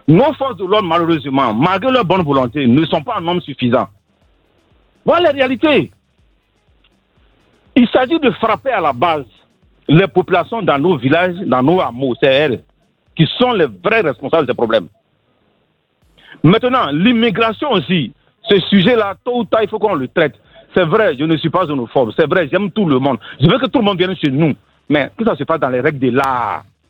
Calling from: Séguéla, Woroba, Côte d’Ivoire; je viens de Séguéla, région autrefois fortement riche en diamants.

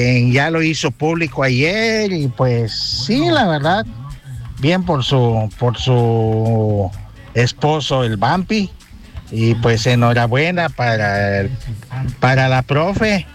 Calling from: Chetumal, Quintana Roo, Mexico

